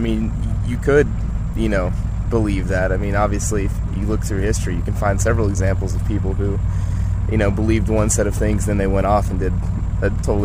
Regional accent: Atlanta, Georgia, United States; I'm from Atlanta.

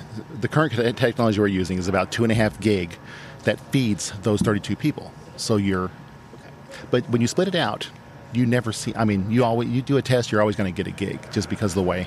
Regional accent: New Mexico, United States; I am from eastern New Mexico.

